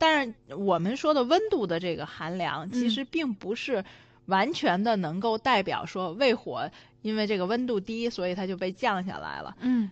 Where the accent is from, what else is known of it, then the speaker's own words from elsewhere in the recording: China; 我们中国人